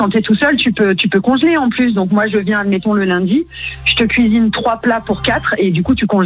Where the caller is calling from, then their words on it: Auvergne-Rhône-Alpes, France; je suis en Isère